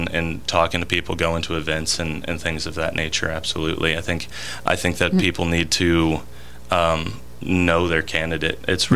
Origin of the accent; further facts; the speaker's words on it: Harrison, Arkansas, United States; born there; my dad's here, my stepmom's here, my family's been from here. I was born here in Harrison, and so I just love this place.